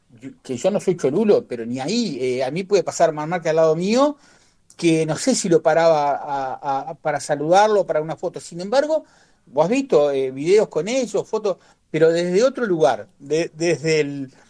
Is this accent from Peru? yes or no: no; Uruguay; somos de Uruguay.